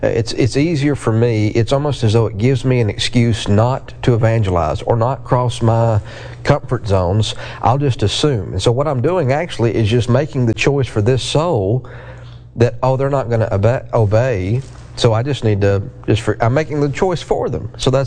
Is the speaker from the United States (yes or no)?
yes; Georgia, United States; now in South Georgia, United States; I'm from South Georgia, actually from North Georgia, but preaching South Georgia.